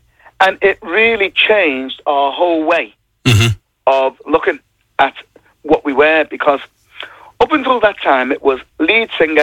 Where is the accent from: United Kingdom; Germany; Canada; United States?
United Kingdom; Liverpool, North West England; Yeah, we grew up in Toxteth, and Toxteth was the inner city part of Liverpool.